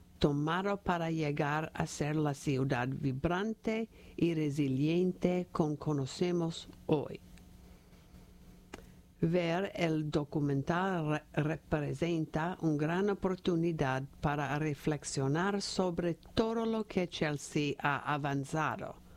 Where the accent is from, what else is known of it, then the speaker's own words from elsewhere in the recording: Peru; now in Massachusetts, United States; Como inmigrante peruano nacionalizado norteamericano, me siento más conectado con el país que me abrió las puertas a la superación